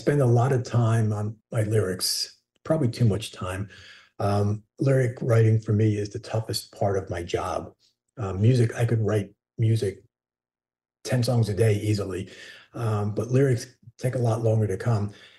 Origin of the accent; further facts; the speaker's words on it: New Jersey, United States; I think they liked the idea that I was from New Jersey.